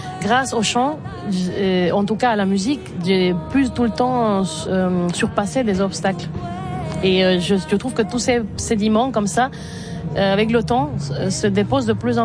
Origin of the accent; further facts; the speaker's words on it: Caracas, Capital District, Venezuela; moved away as an adult; Et à partir de mes 17 ans, jusqu'au moment où j'ai quitté le Venezuela, j'ai chanté dans cet ensemble. En parallèle de faire partie de la scène underground et alternative de Caracas